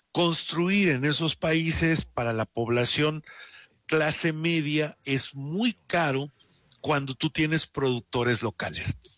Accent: Mexico; Nosotros como mexicanos exportamos a Centroamérica con empresas mexicanas

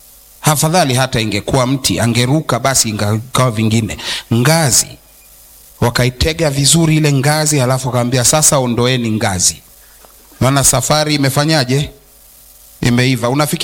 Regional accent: Mara, Tanzania; born there; mimi ni mzaliwa wa Mara.

